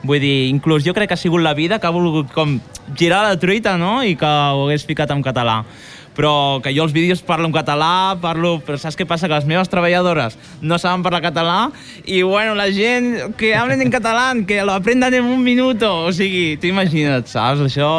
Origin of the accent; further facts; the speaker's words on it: Catalonia, Spain; born there; nosaltres som catalans, vull dir, nosaltres hem nascut aquí i tot.